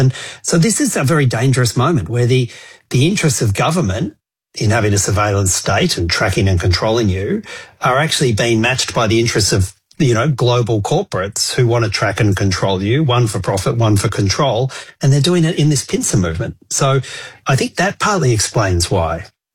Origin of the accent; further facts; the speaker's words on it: New South Wales, Australia; you know, my home state of New South Wales in Sydney